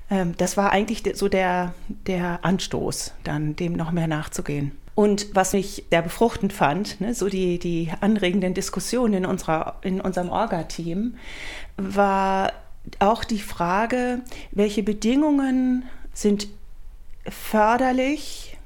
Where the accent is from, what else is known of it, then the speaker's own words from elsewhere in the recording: England, United Kingdom; also born or lived in Potsdam; now in Oldenburg, Germany; meine Zeit in Potsdam, als ich zum ersten Mal als Engländerin, zum ersten Mal mit Menschen in den Kontakt kam und in den Austausch kam, die in der DDR groß geworden sind.